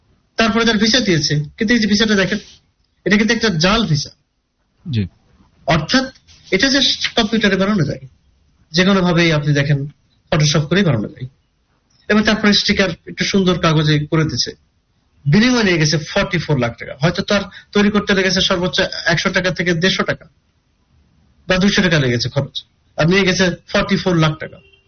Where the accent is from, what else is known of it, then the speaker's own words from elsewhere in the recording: Kushtia, Khulna Division, Bangladesh; আমার বাড়ি যেমন কুষ্টিয়া, অনেকে বিভিন্ন দূরের থেকে আসে।